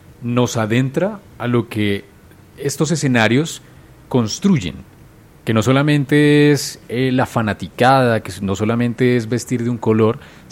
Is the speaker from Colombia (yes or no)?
yes; Colombia; somos colombianos y hablamos el mismo lenguaje.